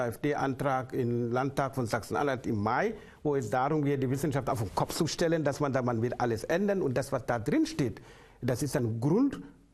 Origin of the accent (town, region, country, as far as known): Senegal; now in Germany